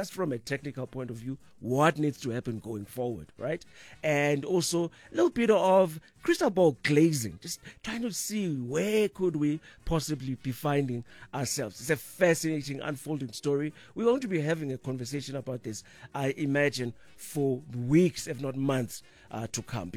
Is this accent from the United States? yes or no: no; Durban, KwaZulu-Natal, South Africa; Hello, Durban, my hometown.